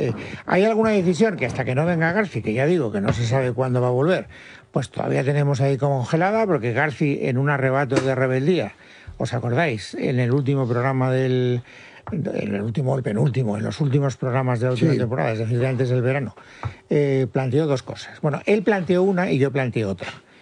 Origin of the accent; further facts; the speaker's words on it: Castellón, Valencian Community, Spain; Es que como vengo de Castellón, todavía con la mentalidad Ibercaja.